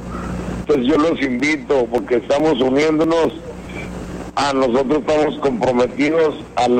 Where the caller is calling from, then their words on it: Comarca Lagunera, Mexico; somos más de 3.000 aquí en la comarca lagunera de Gómez Palacio, de Lerdo y de Torreón, Matamoros